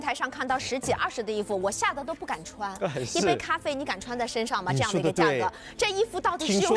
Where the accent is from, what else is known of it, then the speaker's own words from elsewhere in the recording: Shanghai, China; 我们上海人到了一定年龄，尤其像我们的爸爸妈妈